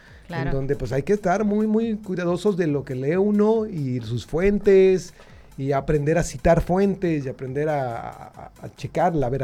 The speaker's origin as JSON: {"language": "Spanish", "country": "Mexico", "said": "Ay, amiga, somos mexicanas."}